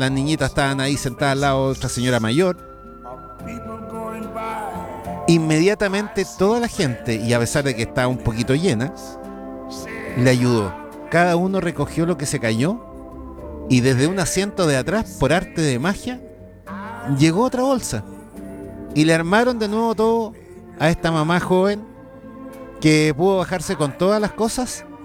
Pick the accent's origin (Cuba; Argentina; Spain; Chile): Chile; como chilenos podemos tener un montón de dificultades